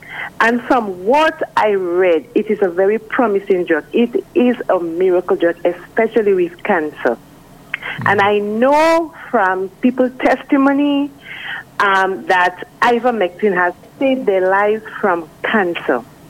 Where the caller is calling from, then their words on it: St. Lucia; I'm calling from Hen St. Lucia.